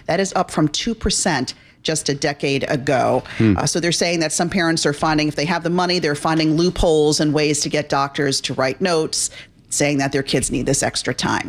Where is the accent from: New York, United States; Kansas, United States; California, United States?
New York, United States; I'm born and raised in New York.